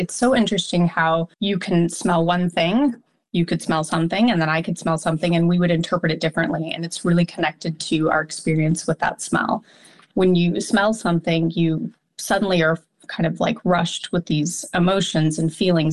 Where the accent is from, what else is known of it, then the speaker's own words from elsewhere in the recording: Colorado Springs, Colorado, United States; I grew up in Colorado Springs. Most of my adult life, I've been in the Denver metro area.